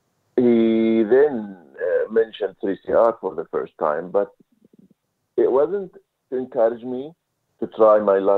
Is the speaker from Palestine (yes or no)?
yes; Palestine; now in Australia; I am from Palestine, I am interested in an Arabic speaking program.